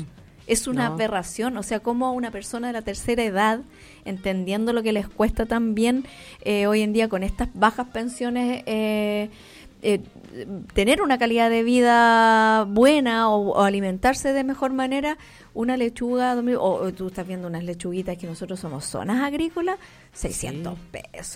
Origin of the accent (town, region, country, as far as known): Chile